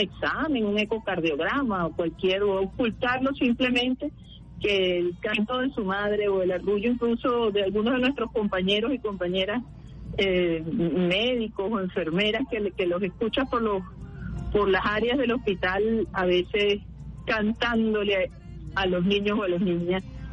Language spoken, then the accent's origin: Spanish; Venezuela; lo que nos une como venezolanas y como venezolanos